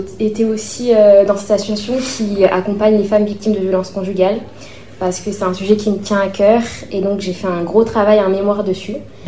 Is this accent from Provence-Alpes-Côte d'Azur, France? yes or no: no; Clermont-Ferrand, Auvergne-Rhône-Alpes, France; now in Caen, France; je suis française, mais je viens de Clermont-Ferrand.